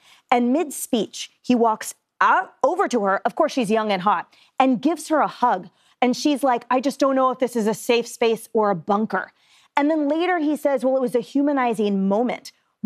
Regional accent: California, United States; But I'm from California. I lived in San Francisco while he destroyed it

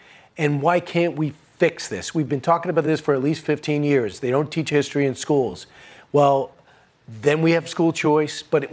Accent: United States; I tell people that I'm an American, an immensely proud American.

